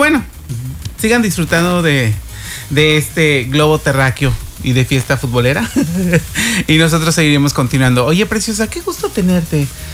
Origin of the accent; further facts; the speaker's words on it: Mexico; como los mexicanos que somos